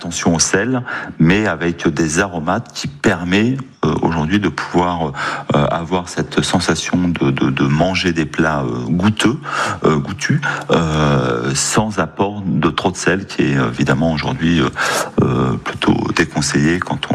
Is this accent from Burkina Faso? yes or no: no; Tours, Centre-Val de Loire, France; now in Marseille, France; Tout à fait, je suis tourangeau, plus que de cœur, de racine.